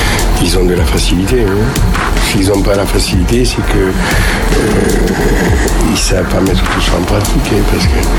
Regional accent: Toulouse, Occitanie, France; born there; accent: Parisian; vous n'êtes pas d'ici, alors que je suis né à Toulouse, etc. J'avais pris un peu l'accent parisien, vous savez.

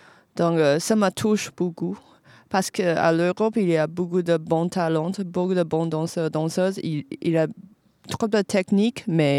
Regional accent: Taiwan; French is a second language; now in France; Je viens de Taïwan.

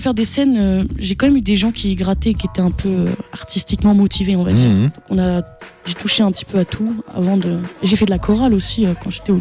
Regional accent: Hauts-de-France, France; born there; Moi, je suis née précisément à Marny-sur-Ma, juste à côté de Resson, donc à côté de Noyon et Compiègne.

